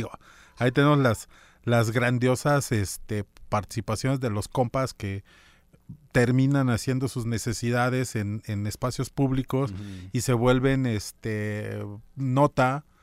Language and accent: Spanish; Mexico; Estos hombres que somos los mexicanos, pero además ahora con la visita de otros países, ¿no?